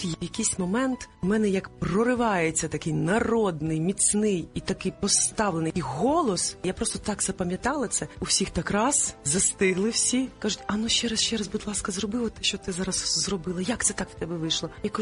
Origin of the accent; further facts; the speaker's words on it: Kyiv, Ukraine; Я народилася в Києві. В звичайній родині мама викладала в університеті, тато працював в правоохоронних органах. Я навчалася в школі, в українській, до речі, тоді їх було небагато в Києві.